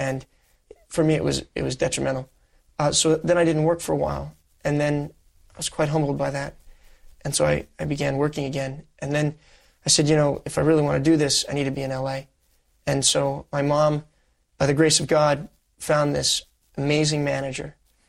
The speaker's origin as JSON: {"language": "English", "town": "Columbus", "region": "Ohio", "country": "United States", "tie": "born or raised there", "said": "I'm born and raised in Columbus, Ohio."}